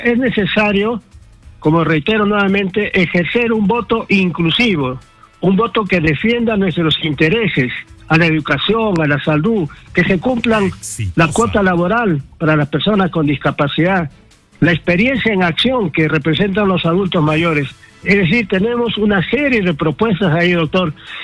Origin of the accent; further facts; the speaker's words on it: Peru; todos los 34 millones de peruanos